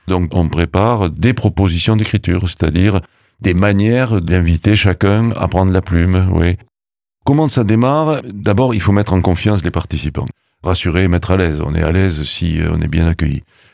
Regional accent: Occitanie, France; Ah oui, parce qu'on est du Volvestre.

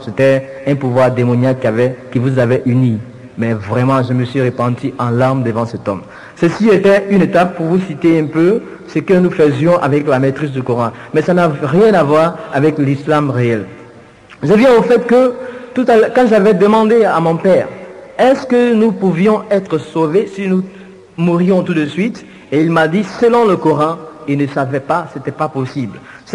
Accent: Abidjan, Côte d’Ivoire; je vais chez moi, à Abidjan.

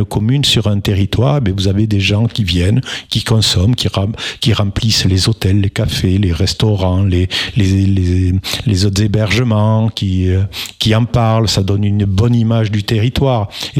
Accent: Mirepoix, Occitanie, France; Vous savez, je suis de Mirepoix, mais aussi dans le Couserans ou autre.

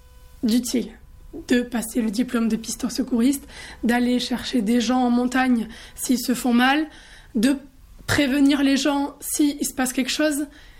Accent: Luz-Saint-Sauveur, Occitanie, France; Alors, je suis originaire d'ici. Je suis originaire de Luz-Saint-Sauveur

